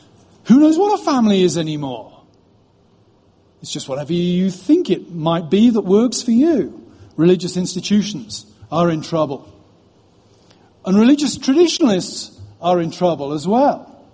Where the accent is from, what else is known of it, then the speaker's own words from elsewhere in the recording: United Kingdom; now in United States; I'm British.